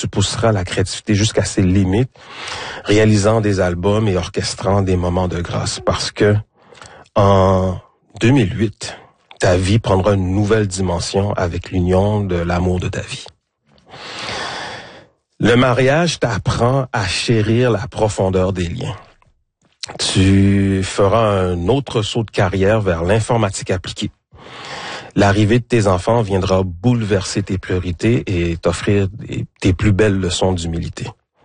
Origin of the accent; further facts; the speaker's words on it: Quebec, Canada; on est Québécois mais on est d'origine haïtienne